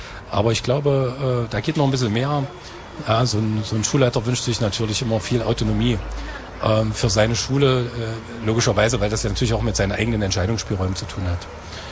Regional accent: Saxony-Anhalt, Germany; unser schönes Sachsen-Anhalt, und ich liebe meine Heimatstadt über alles

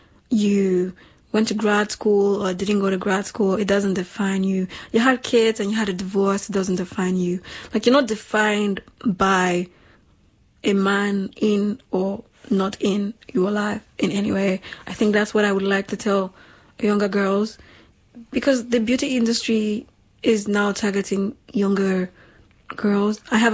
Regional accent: Nigeria; I think the response they expect me to give as a Nigerian gir

